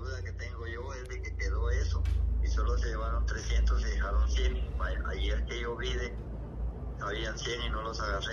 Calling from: Guatemala City, Guatemala Department, Guatemala; De zona 6.

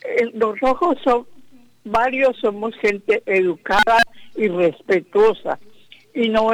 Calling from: Guatemala

